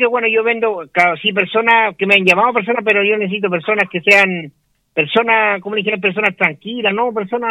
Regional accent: Chile; yo soy nacido y criado en Coyipulli

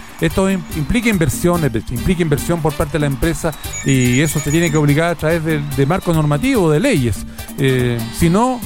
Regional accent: Chile; Es como los chilenos que nos querían quitar la visa en Estados Unidos

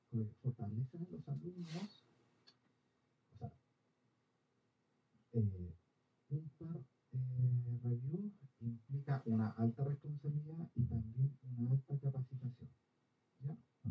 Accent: Chile; si yo vengo de Chile

